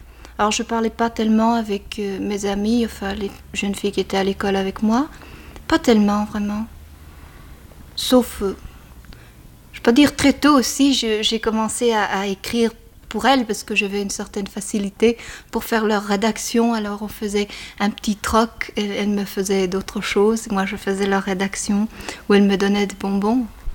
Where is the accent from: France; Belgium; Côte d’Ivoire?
Belgium; Antwerp, Flanders; Mon enfance s'est passée en Flandre, comme vous savez, j'étais enfant à Anvers, dans un port.